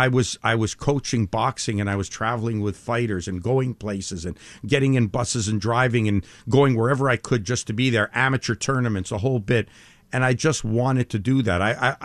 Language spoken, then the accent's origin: English; Montreal, Quebec, Canada; born there; also born or lived in Sainte-Adèle, Quebec; In Park X, and then St. Adele.